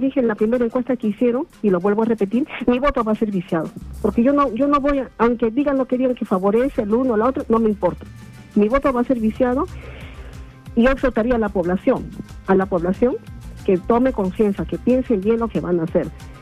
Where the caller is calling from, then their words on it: Villa El Salvador, Lima, Peru; de Villa Salvador